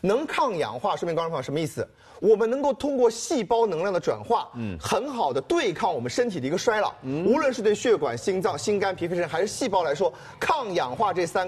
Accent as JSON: {"language": "Chinese", "region": "Shanghai", "country": "China", "said": "我们上海人有句话叫可。"}